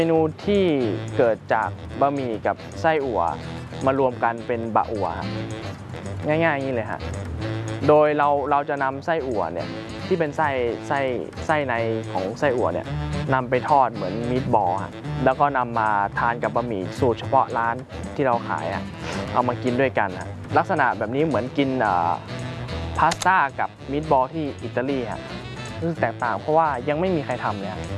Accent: Chiang Mai, Thailand; โดยกำเนิดผมเป็นคนภาคเหนืออยู่แล้วนะเป็นคนเชียงใหม่อยู่แล้วพ่อแม่ก็ให้กินอาหารเหนือตลอดโดยตั้งแต่เด็กก็กินอาหารเหนือ

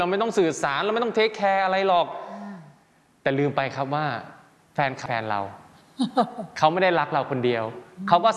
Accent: Isan, Thailand; เราเป็นคนอีสานเราก็พูดอีสานไปเลย

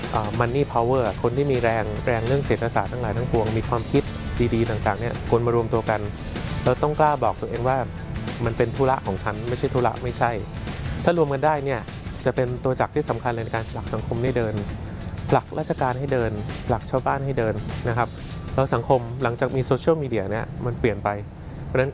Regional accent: Bangkok, Thailand

